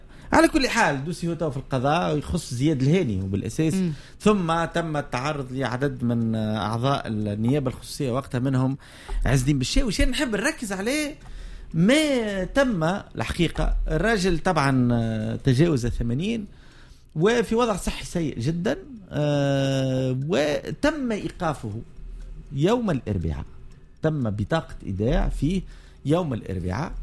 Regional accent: Tunisia; كمحب للمنتخب الوطني وكتونسي

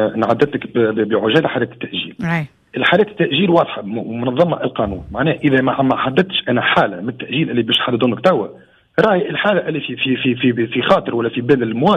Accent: Tunisia; عندنا في تونس

